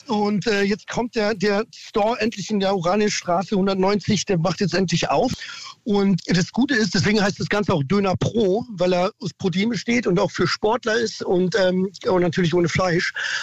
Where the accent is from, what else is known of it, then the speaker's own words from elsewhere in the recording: Berlin, Germany; ich bin in Berlin aufgewachsen